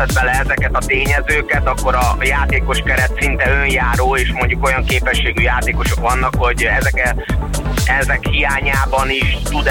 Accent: Vác, Pest, Hungary; gyerekkoromban is, ugye váci gyerek vagyok

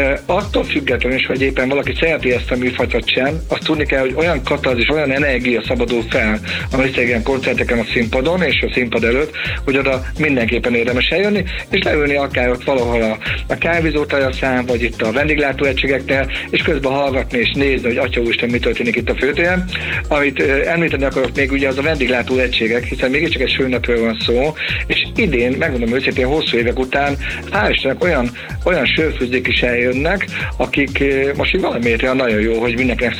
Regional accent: Vác, Pest, Hungary; tehát mi abban nőttünk fel, hogy ez a vigalom, ez itt Vácon

